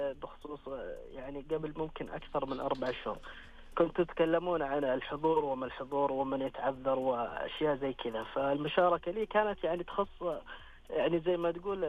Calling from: Ad Darb, Jazan Province, Saudi Arabia; اكلمك من محافظه الدرب، منطقه جازان.

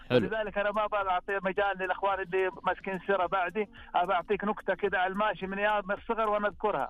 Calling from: Medina, Medina Province, Saudi Arabia; من المدينه ومنطقه اسمها منطقه العيون.

